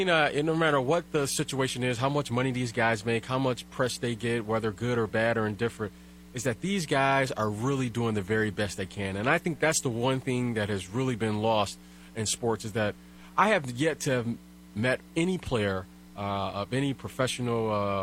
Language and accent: English; Detroit, Michigan, United States; I grew up in Detroit, Michigan